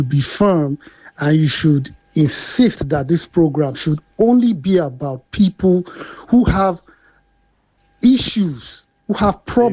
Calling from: Cambridge, East of England, United Kingdom; I'm calling you from Cambridge in the United Kingdom.

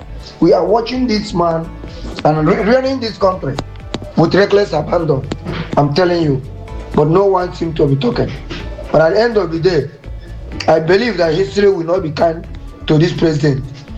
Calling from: Lagos, Nigeria; I'm speaking from Koka in Lagos.

